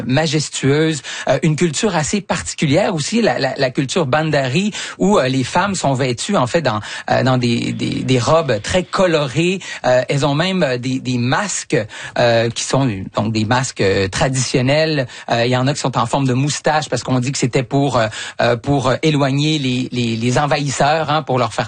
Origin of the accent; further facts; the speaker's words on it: Canada; en tant que Canadien